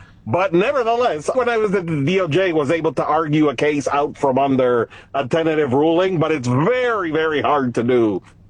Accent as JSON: {"language": "English", "region": "Florida", "country": "United States", "also_born_or_lived": "Washington, D.C.", "said": "because I'm from Florida and I lived in D.C."}